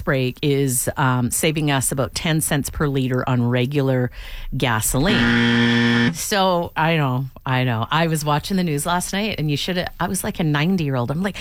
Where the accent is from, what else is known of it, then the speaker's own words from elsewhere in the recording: Vancouver, British Columbia, Canada; moved away; You know I'm from Vancouver.